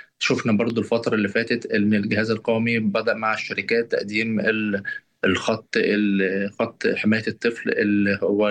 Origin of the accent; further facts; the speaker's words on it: Egypt; إحنا عندنا في مصر